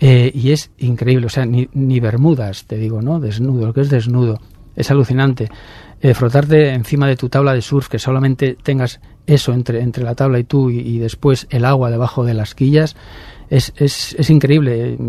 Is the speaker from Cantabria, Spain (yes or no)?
yes; Suances, Cantabria, Spain; also born or lived in Torrelavega; Natural de Torrelavega, pero yo me he criado en Los Locos. Me fui allí demasiado pronto